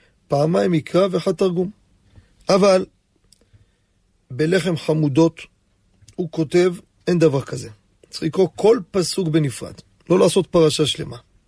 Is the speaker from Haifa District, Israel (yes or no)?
no; Jerusalem, Jerusalem District, Israel; born there; כשהייתי נער, בירושלים, כן, כמובן, בשכונת קטמונים